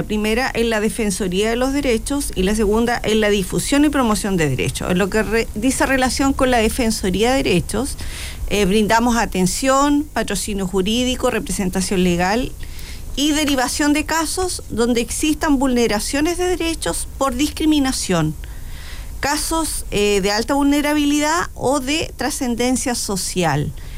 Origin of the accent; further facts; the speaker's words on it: Curanilahue, Biobío, Chile; estamos aquí en Curanilagüe, sabemos la cercanía, soy persona oriunda de Curanilagüe